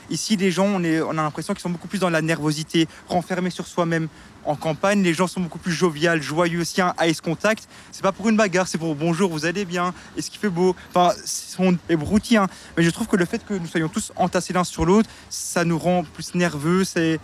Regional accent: Ixelles, Brussels-Capital Region, Belgium; born there; moi, à la base, je suis né ici à Ixelles.

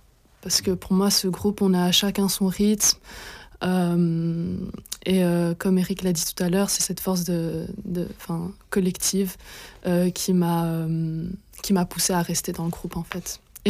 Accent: Belgium; born there; je suis née en Belgique, mais j'ai pas eu la nationalité belge dès le départ. Je suis la fille d'une mère colombienne et d'un père salvadorien.

